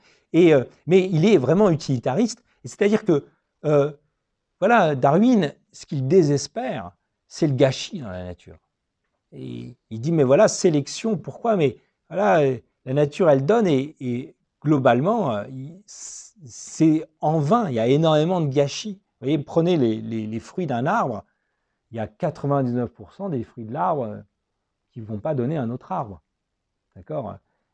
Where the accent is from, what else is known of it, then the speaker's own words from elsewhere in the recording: Metz, Grand Est, France; born there; moi je suis né à Metz en France, moi je m'appellerais Metz France.